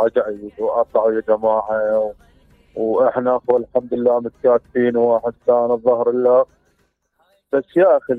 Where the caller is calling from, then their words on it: Hillah, Babil, Iraq; أنا من الحلة من المركز.